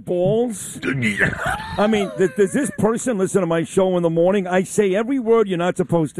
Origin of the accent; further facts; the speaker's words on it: Brooklyn, New York, United States; I'm from Brooklyn. I talk like I'm from Brooklyn.